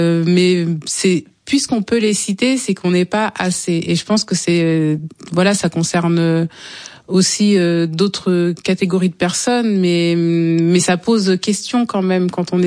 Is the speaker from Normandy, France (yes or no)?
yes; Rouen, Normandy, France; Mais comment ça, de Normandie, vous venez d'où? Je dis, Rouen